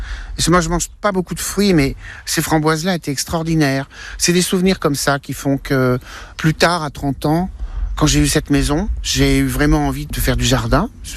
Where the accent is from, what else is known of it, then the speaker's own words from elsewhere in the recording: Barneville-Carteret, Normandy, France; Moi, je suis né à Barneville, derrière l'église, dans une petite maison que mes parents avaient achetée après s'être mariés. Et j'ai grandi dans le bourg. Mes parents étaient bouchers.